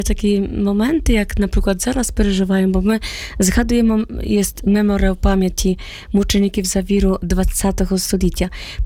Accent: Kyiv, Ukraine; але також, ну, так як я з Києва, також приїду.

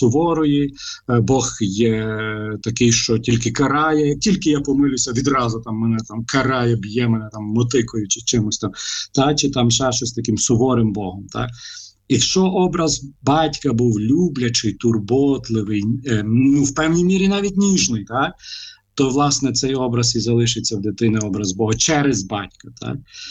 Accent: Lviv, Lviv Oblast, Ukraine; а я зростав у Львові

